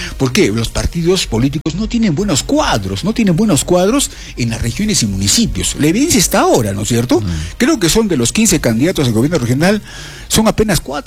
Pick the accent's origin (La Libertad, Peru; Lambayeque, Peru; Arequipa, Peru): Arequipa, Peru; nosotros como arequipeños de hoy